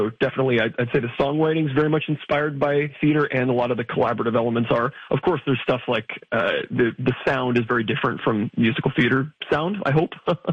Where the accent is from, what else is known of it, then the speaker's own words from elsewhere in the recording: Hamilton, Ontario, Canada; It sort of starts as like an exploration of how I'm feeling when I go back to Hamilton, Ontario, my hometown.